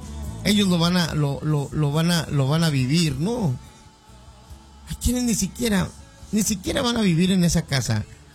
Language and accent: Spanish; Ébano, San Luis Potosí, Mexico; moved away; Yo no nací en Ébano, pero crecí en Ébano.